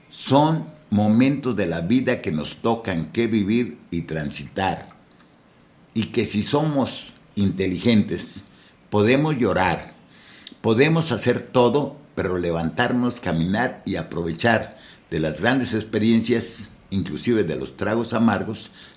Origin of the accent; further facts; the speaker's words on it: Mexico; nosotros somos orgullosamente mexicanos y de los buenos